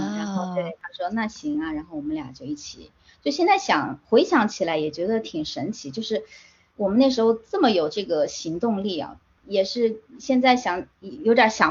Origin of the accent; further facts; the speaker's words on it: China; 其实我们中国人也是有兄弟姐妹的